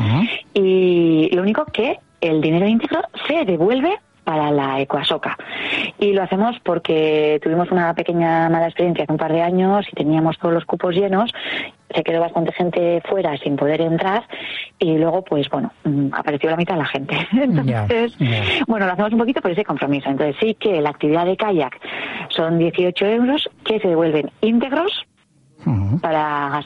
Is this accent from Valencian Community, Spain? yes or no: no; Deba, Basque Country, Spain; now in Orio, Spain; Yo personalmente ahora llevo muchos años viviendo en Orio, pero soy de Deva